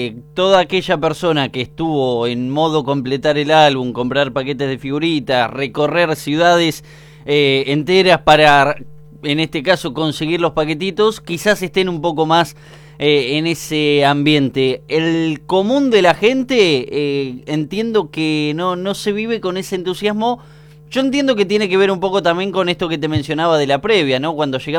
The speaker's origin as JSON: {"language": "Spanish", "country": "Argentina"}